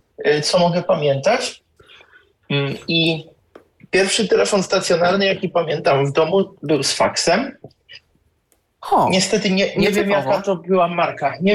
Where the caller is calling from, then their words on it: Czechia; ja jestem z Czech, znaczy pochodzę z Czech